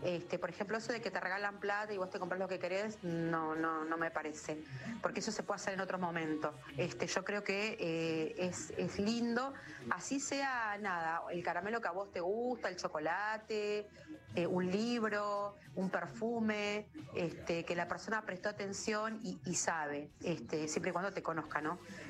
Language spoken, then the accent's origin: Spanish; Punta Alta, Buenos Aires Province, Argentina; soy de Punta Alta.